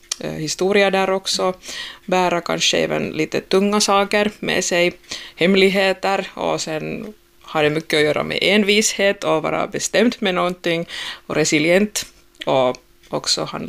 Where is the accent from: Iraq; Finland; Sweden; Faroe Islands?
Finland; Bjärnå, Southwest Finland; alltså jag sa ju att jag är från Bjärnå